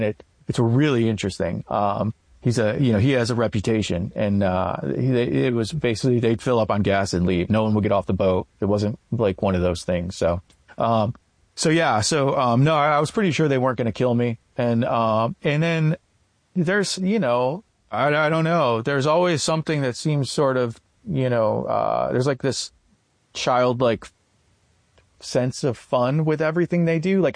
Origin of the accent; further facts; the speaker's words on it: United States; especially being American